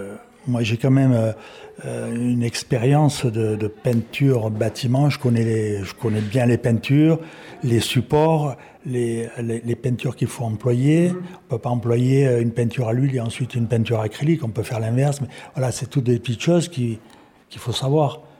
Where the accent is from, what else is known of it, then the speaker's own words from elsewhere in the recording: Nice, Provence-Alpes-Côte d'Azur, France; moved away; moi, je suis originaire, je suis niçois, on va dire.